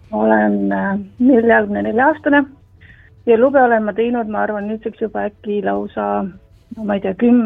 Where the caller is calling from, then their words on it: Tartu, Tartu County, Estonia; ja Tartust